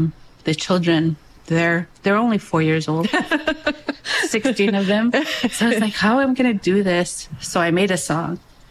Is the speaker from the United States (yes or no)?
no; Northwest Territories, Canada; I'm from Dene, like the Dalene Gotine